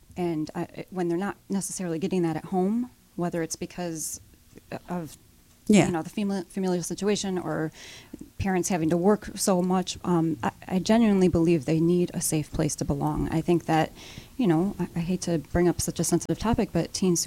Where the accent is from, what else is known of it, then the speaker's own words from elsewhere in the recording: Irondequoit, New York, United States; now in Colorado, United States; growing up in West Irondequoit, that is a very special place to grow up, and it's a community, and our roots run deep there.